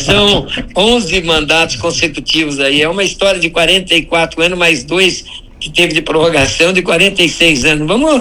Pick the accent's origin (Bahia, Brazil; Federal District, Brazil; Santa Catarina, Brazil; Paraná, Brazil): Paraná, Brazil; now in Curitiba, Brazil; que eu sou do Norte Pioneiro.